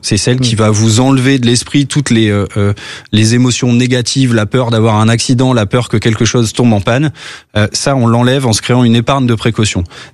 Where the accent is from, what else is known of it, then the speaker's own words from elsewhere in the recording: France; en tant que Français